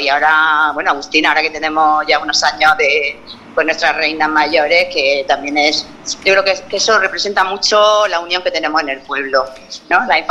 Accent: La Olla, Spain; Sí, soy de La Olla.

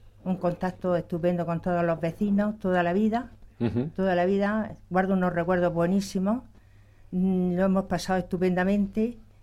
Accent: Lorca, Region of Murcia, Spain; Nací en Lorca, pero vamos, prácticamente en el Río, porque enseguida nos vinimos para acá. Entonces, mi vida ha sido en el Río, sí, prácticamente.

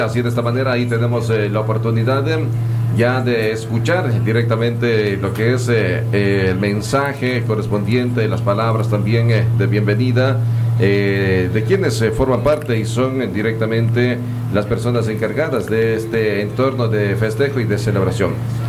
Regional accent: Ecuador; now in Spain; quienes en su momento salimos de nuestro territorio patrio, pero seguimos haciendo patria aquí en España, pero sin olvidarnos de la tradición y de la cultura que de esta manera pues nos mantiene siempre fortalecidos y unidos como buenos ecuatorianos y sobre todo también ante la fe y la religión católic

